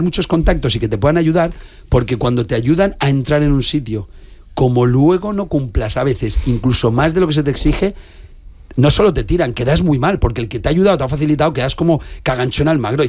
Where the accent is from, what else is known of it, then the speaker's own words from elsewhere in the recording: Spain; yo quiero ser más fiel a mis orígenes como español